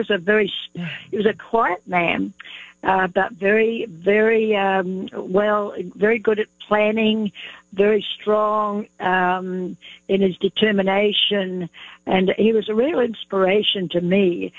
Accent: New Zealand; now in United States; That's right. And Bill was an American helicopter pilot, and we met on our farm in New Zealand.

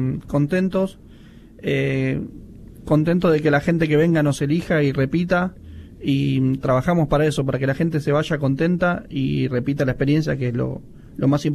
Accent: Mar del Plata, Buenos Aires Province, Argentina; born there; Yo soy nacido acá, después, bueno, tuve... la suerte de viajar y vivir afuera por la gastronomía y volví a abrir lo de Fran

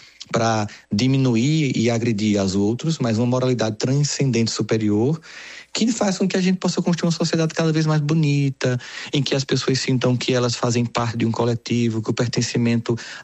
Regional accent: Brazil; Nossa, enquanto brasileiro, para você que recentemente foi atropelada nas ruas de São Paulo, sabe do que eu tô falando?

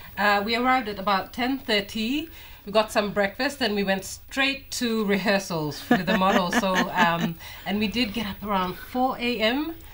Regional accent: East Sepik, Papua New Guinea; I am from Sipik. So a lot of my Sipik background inspires a lot of my designs.

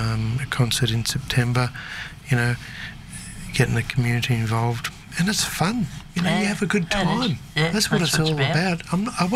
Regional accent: Australia; You know, we're a very musical culture, and it's come over into my life as an Australian.

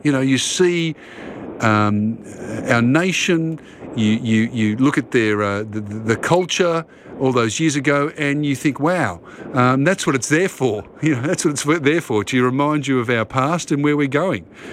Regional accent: Australia; Yes, we're Australian and we acknowledge this as part of us.

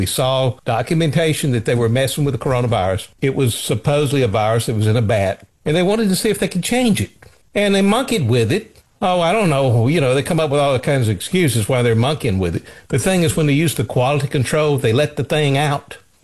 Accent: Sand Mountain, Alabama, United States; I grew up in Northeast Alabama. He'd bring them out of Chattanooga, Tennessee. I grew up on Sand Mountain.

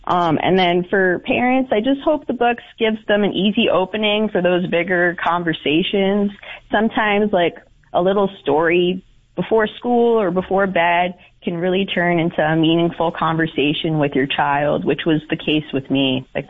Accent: Windsor, Ontario, Canada; moved away; I grew up in Windsor

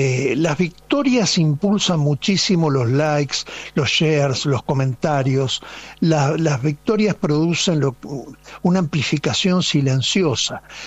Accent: Argentina

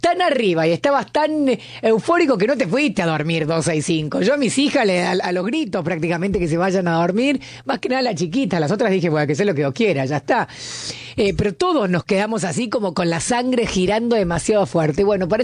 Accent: Argentina; Hoy todos somos más argentinos que nunca.

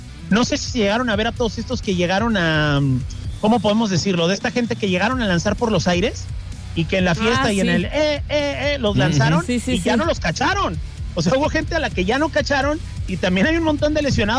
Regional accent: Mexico

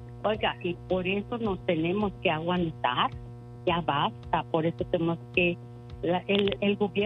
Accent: Zacatecas, Mexico; Yo dejé de ir a México, yo mandaba a mis padres y ahorita no los tengo, soy de Zacatecas.

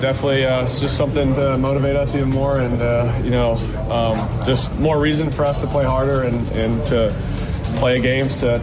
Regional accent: California, United States; moved away; coming back home, my hometown.

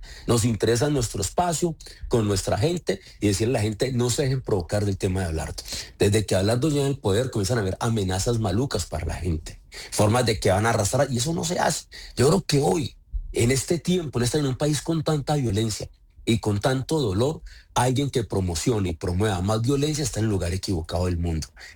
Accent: Sevilla, Valle del Cauca, Colombia; born there; now in Cali, Colombia; Sevilla, donde yo nací. Yo nací en Sevilla y he ido hace 43 años en el distrito de Agua Blanca, en Santiago de Cali

